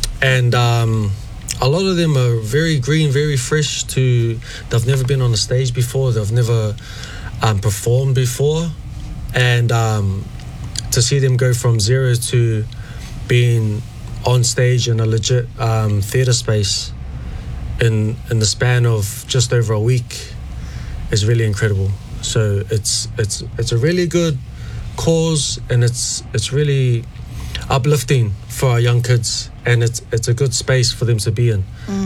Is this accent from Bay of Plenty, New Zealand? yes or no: no; Auckland, New Zealand; And yeah, half Nguyen, half Māori, grew up in Greyland.